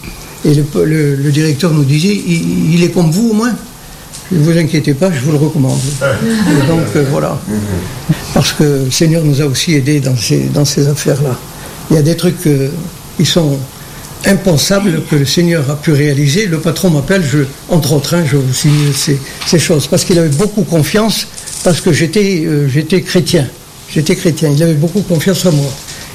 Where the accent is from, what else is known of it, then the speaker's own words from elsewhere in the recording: Algeria; moved away as an adult; now in France; Je suis d'Algérie.